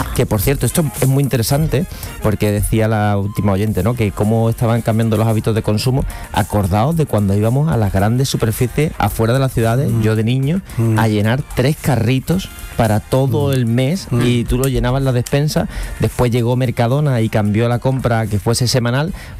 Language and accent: Spanish; Cádiz, Andalusia, Spain; born there; Bueno, yo nací en Cádiz y entonces...